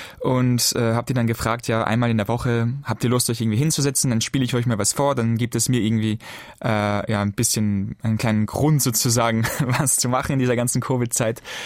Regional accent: Vienna, Austria; also born or lived in France; ich bin in Wien geboren und in Wien aufgewachsen. Meine Familie lebt aber in Frankreich. Das heißt, es gab immer eine Art Ping-Pong zwischen Österreich und Frankreich.

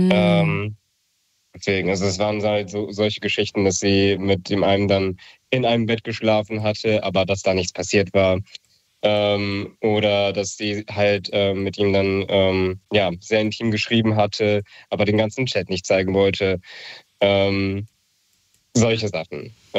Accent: Marburg, Hesse, Germany; Ich komme aus Marburg.

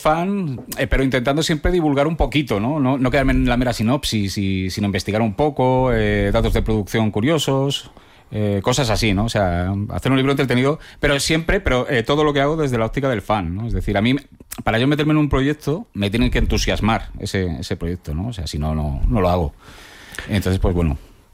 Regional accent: Alcorcón, Community of Madrid, Spain; yo soy rapero. O sea, yo me crié en Alcorcón

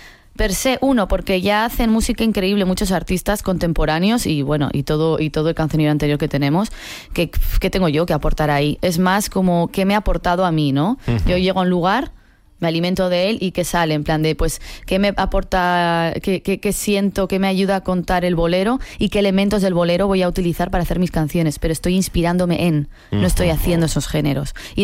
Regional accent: Spain; yo soy española, somos brutos hablando.

